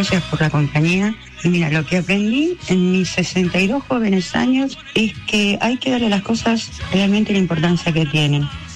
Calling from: González Catán, Buenos Aires Province, Argentina; vivo en González, Catán.

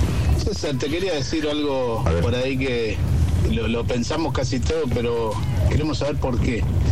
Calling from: Río Tala, Buenos Aires Province, Argentina; Yo que soy de Río Tala, ¿no? … del taxi.

